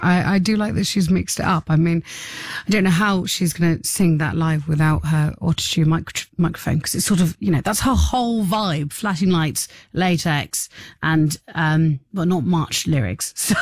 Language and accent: English; South West England, United Kingdom; moved away as an adult; now in Cyprus; I've been here for 2 years, right? I'm from Cornwall. I know the sea. I've operated with the sea on a regular basis growing up.